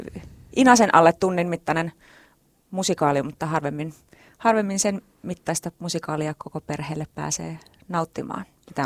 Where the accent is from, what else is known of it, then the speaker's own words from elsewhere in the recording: Lahti, Päijät-Häme, Finland; moved away as an adult; now in Helsinki, Finland; mä oon Lahdesta kotoisin